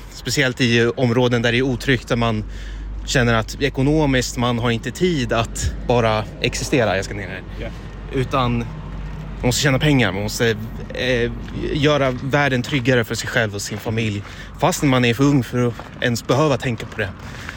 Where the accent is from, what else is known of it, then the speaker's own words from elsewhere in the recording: Stockholm, Stockholm County, Sweden; moved away; Så var det hemma i Stockholm också.